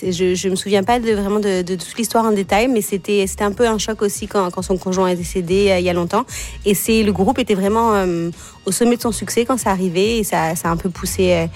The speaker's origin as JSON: {"language": "French", "country": "France", "tie": "born or raised there", "moved": "yes", "lives_now": "Canada", "said": "moi j'ai grandi en France."}